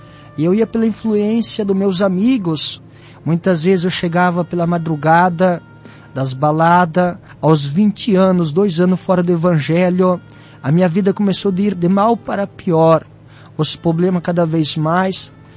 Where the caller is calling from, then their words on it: Formosa do Sul, Santa Catarina, Brazil; Sou da cidade de Formosa do Sul, Santa Catarina. Eu nasci no berço evangélico